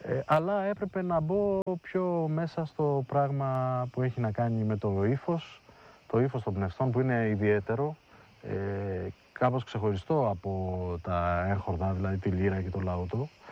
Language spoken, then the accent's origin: Greek; Heraklion, Crete, Greece; born there; Έκανα σπουδές κλασικής μουσικής, κλασικό πιάνο και κλασικό φλάουτο στο Ηράκλειο που γεννήθηκα, μετά στην Αθήνα και στο εξωτερικό συνέχισα πάλι κλασικές σπουδές